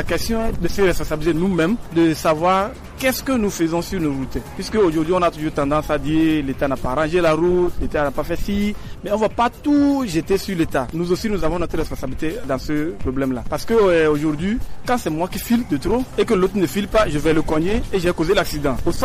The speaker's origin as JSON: {"language": "French", "country": "Togo", "said": "Nous sommes tous des Togolais."}